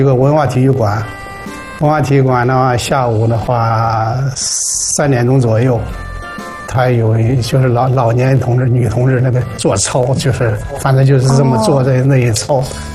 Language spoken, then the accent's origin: Chinese; Jining, Shandong, China; 就是到了我们老家，我老家是山东济宁，下火车之后呢。